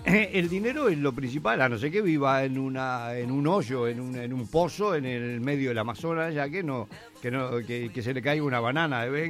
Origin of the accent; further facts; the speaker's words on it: Uruguay; si somos uruguayos acá, no somos latinos, somos uruguayos, dejate pavada, somos uruguayos.